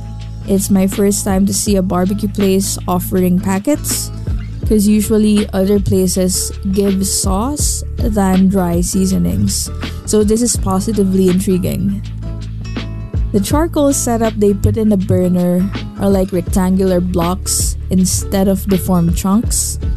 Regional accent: Philippines; As a Filipino, I really cannot eat good meat with noodles or veggies or any other thing.

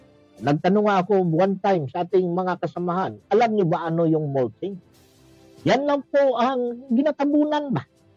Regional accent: Bansalan, Davao Region, Philippines; Nandiyan na lang sa amin sa Mount Carmel, kinuskusan Bansalan, Davao del Sur.

